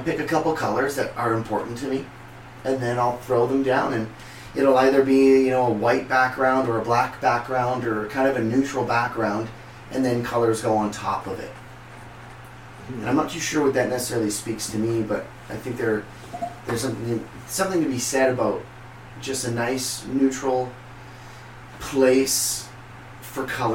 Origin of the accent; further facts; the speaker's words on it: Edmonton, Alberta, Canada; moved away; I'm from Edmonton originally.